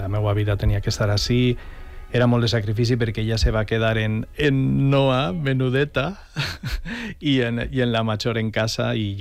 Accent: Borriana, Valencian Community, Spain

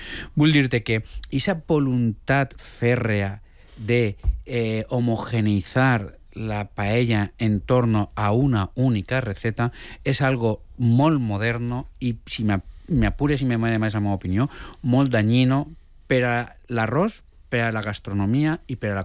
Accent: Xàtiva, Valencian Community, Spain; I en l'Alcúdia i en Aixàtiva sempre, jo soc d'Aixàtiva, sempre hem fet també unes mandonguilletes ahí.

